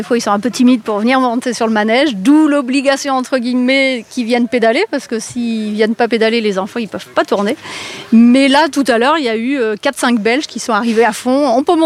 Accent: Nouvelle-Aquitaine, France; Nous, on vient de Creuse, donc on est loin de chez vous.

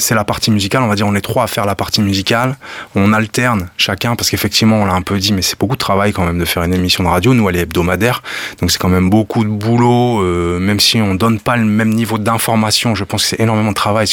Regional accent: Lille, Hauts-de-France, France; Bon, il faut savoir que moi, je viens de Lille.

